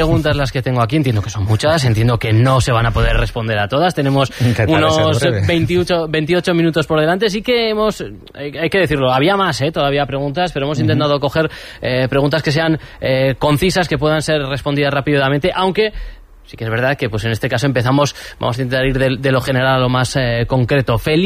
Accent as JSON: {"language": "Spanish", "region": "Navarre", "country": "Spain", "said": "Yo tiro para mi tierra, yo tiro para Navarra"}